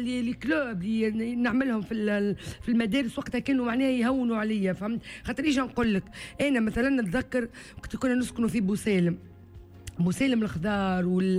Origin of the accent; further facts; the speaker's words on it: Sakiet Sidi Youssef, Kef Governorate, Tunisia; also born or lived in Kef; تولدت في الكيف سانتر في السبيتار. في أما الكيف سانتر؟ أي، أما إحنا من سقط ديوسف.